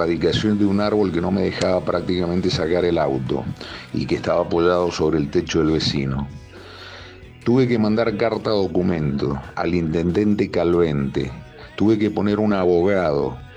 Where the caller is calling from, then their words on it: Guaymallén, Mendoza, Argentina; Yo vivo en Guaymallén.